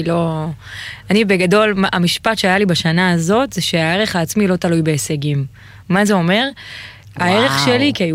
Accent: Southern District, Israel; אנחנו מהדרום, מיכאל, זה אחרת שם.

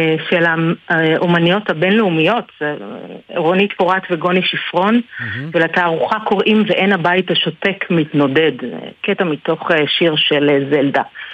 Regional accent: Ramat HaSharon, Tel Aviv District, Israel; moved away as an adult; now in Northern Israel; אני במקור מתל אביב, אני במקור מרמת השרון, גרתי בתל אביב, אני יודעת מה זה, אני כאן עשור, אני בוחרת לגור כאן כל יום מחדש

